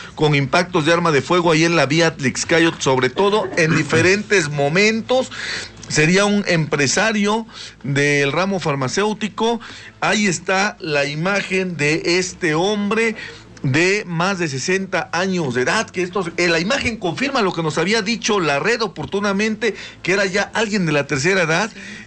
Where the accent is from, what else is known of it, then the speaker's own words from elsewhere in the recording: Mexico; como somos los mexicanos